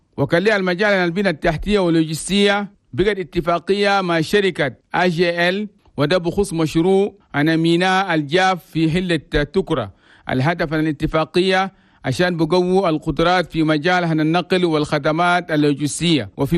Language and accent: Arabic; Chad; بلدنا تشاد